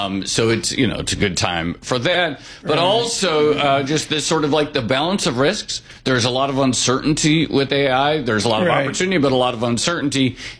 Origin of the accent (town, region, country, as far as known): New York, United States